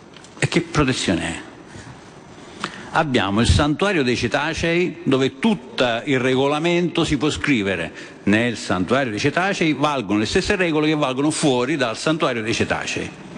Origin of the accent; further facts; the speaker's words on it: Sciacca, Sicily, Italy; sono di Sciacca, che è un famoso posto di pescatori